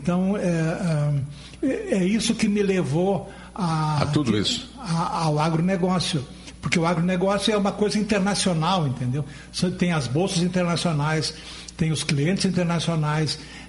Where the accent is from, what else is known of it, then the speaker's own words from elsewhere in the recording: Porto Alegre, Rio Grande do Sul, Brazil; born there; moved away as an adult; now in Curitiba, Brazil; Eu sou nascido em Porto Alegre, eu sou um produto de exportação do Rio Grande do Sul.